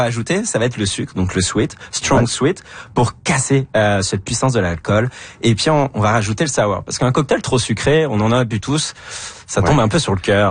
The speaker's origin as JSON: {"language": "French", "country": "France"}